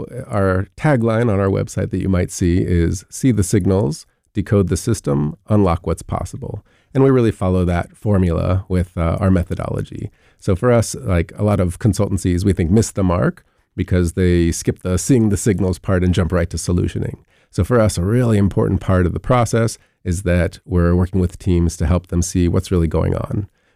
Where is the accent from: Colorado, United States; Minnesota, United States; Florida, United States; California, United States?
California, United States; moved away as an adult; now in Madison, United States; I'm originally from California and moved here to Wisconsin about 10 years ago when my husband started his residency in emergency medicine at UW. And after he ended, we decided to stay here.